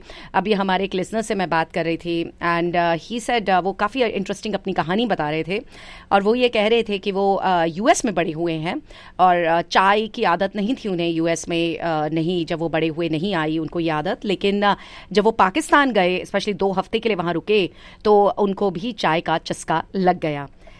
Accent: Delhi, India; now in Dallas, United States; मैं दिल्ली से हूँ बिल्कुल

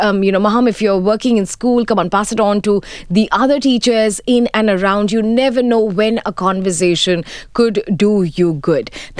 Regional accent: Mumbai, Maharashtra, India; now in United Arab Emirates; Where am I from? I am from the UAE, but originally from Mumbai.

